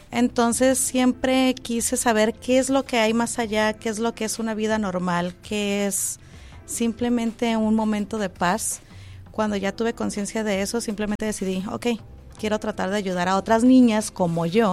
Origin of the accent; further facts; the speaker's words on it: Tijuana, Baja California, Mexico; Tijuana, de hecho.